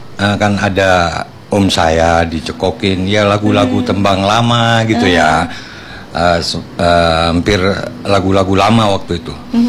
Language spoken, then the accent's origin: Indonesian; Sumenep, East Java, Indonesia; moved away as an adult; now in Malang, Indonesia; Sumenep itu kampung saya, kota kelahiran saya.